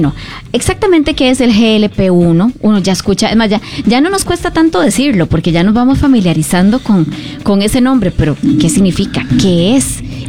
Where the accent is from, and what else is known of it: Costa Rica